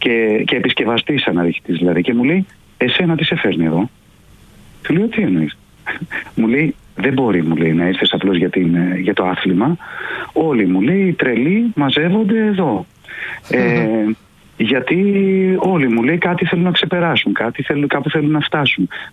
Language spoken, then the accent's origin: Greek; Athens, Attica, Greece; Όχι, είμαι Αθηναίος. Είμαι Αθηναίος που πάω στις Κουτσουπιές